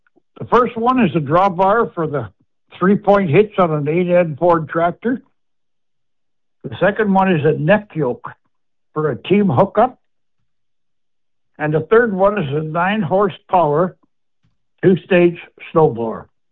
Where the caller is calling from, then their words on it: Winnipeg, Manitoba, Canada; Calling from Winnipeg.